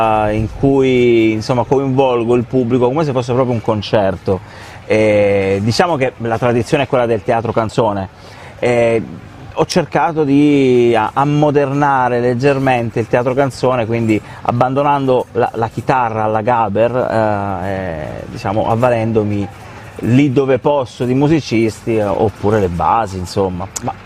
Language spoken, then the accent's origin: Italian; Taranto, Apulia, Italy; now in Milan, Italy; sono di Taranto